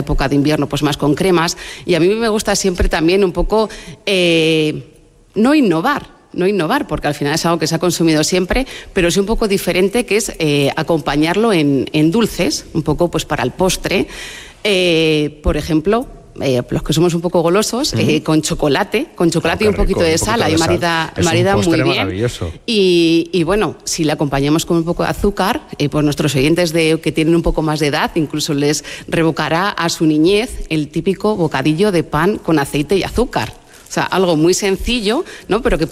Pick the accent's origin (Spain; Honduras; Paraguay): Spain; pues como buenos españoles lo consumimos todos los días